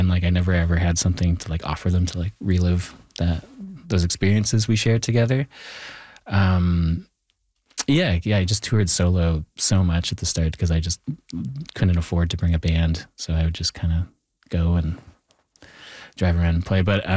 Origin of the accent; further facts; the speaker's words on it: Thunder Bay, Ontario, Canada; And I bring that back even to growing up in Thunder Bay where like, you know, there is like, you know, a lot of tensions between the Indigenous and non-Indigenous communities up there.